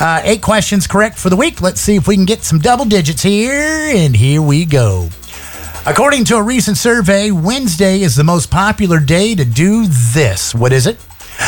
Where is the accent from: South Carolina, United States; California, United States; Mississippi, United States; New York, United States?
Mississippi, United States; No, just because I'm from Mississippi